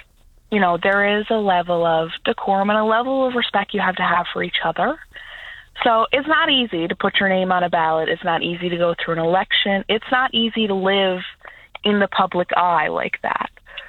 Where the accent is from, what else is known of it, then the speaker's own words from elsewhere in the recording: Newfoundland and Labrador, Canada; I'm from Labrador West